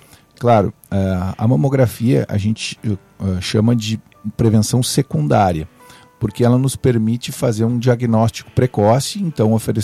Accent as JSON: {"language": "Portuguese", "country": "Brazil", "tie": "born or raised there"}